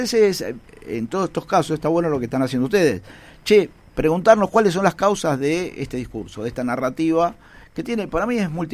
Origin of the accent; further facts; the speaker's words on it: Argentina; La mayoría de los argentinos somos descendientes de Tano